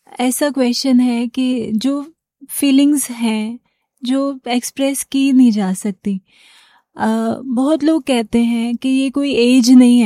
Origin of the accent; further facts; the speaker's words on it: Karnal, Haryana, India; also born or lived in Sonipat; now in Ambala, India; Basically मैं करनाल से हूँ, my birth place is Sonipat.